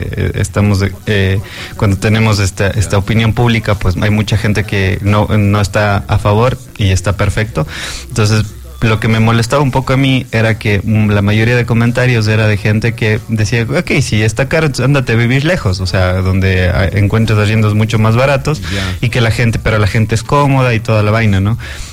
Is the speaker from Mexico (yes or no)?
no; Cuenca, Azuay, Ecuador; Yo cuando era pelado, yo estudié la escuela ahí